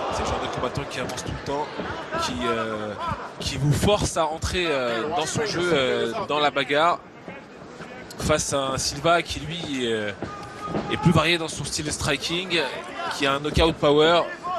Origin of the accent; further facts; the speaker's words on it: France; Alors que chez nous en France